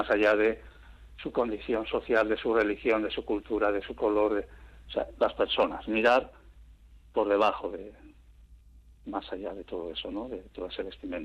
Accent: Bermeo, Basque Country, Spain; also born or lived in Barcelona

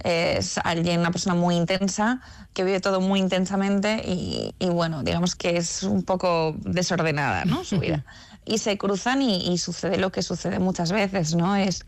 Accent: Zaragoza, Aragon, Spain; born there; also born or lived in San Sebastián; now in Madrid, Spain; Yo nací en Zaragoza, pero es verdad que he pasado muchísimo tiempo en San Sebastián.

